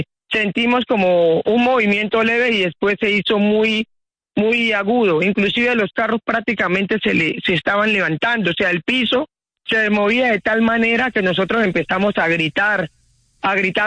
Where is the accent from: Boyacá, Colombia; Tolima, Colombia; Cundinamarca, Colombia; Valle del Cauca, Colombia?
Valle del Cauca, Colombia; Buenaventura; soy de Buenaventura, me dirigía para Ciudad de Cali a una cita médica